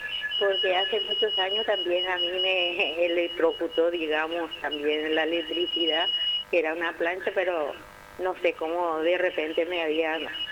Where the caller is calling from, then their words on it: Asunción, Paraguay; De acá, de Asunción, de Santísima Trinidad.